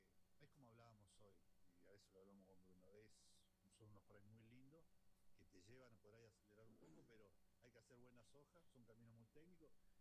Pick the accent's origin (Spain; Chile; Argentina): Argentina; Junín de los Andes, Neuquén; corremos acá en mi pueblo